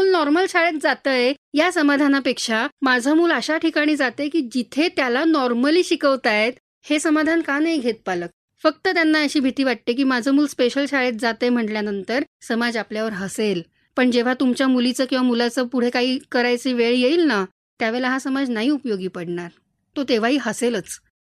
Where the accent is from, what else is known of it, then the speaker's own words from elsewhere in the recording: Mumbai, Maharashtra, India; moved away as an adult; now in Nashik, India; मी आहे खरं तर मुंबईची